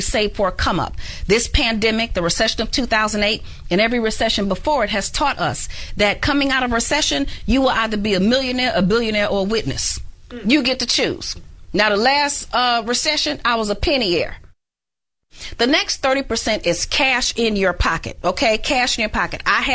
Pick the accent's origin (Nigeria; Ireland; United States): United States; Chicago, Illinois; I was born and raised in Chicago. As a matter of fact, my grandmother was 75 years old, cleaning homes for wealthy people, putting me through college.